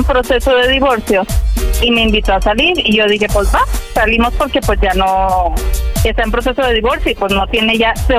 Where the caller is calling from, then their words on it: Guadalajara, Jalisco, Mexico; 32 y soy de Guadalajara.